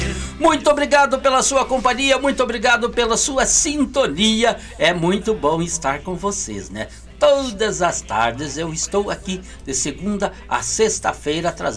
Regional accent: Rio Grande do Sul, Brazil; nós somos aqui do Rio Grande do Sul

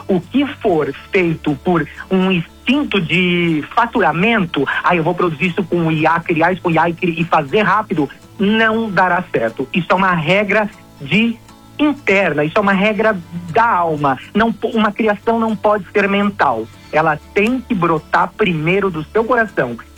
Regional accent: Brazil; eu sou brasileiro

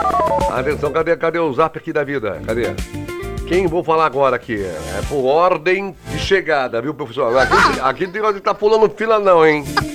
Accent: Minas Gerais, Brazil; Júnia, sou de Minas também.

